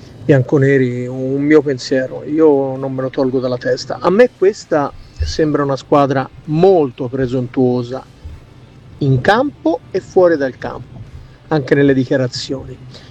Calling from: Prato, Tuscany, Italy

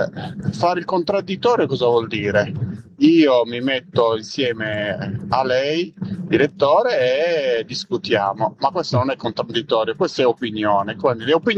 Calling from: Candiolo, Piedmont, Italy; da Candiolo

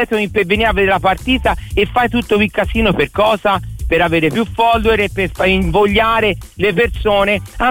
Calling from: Montespertoli, Tuscany, Italy; io sono di Montesperti, però lavoro a Monte

